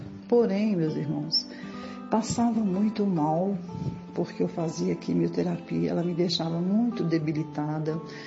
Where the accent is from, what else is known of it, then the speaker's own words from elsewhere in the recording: Belo Horizonte, Minas Gerais, Brazil; eu sou de Belo Horizonte.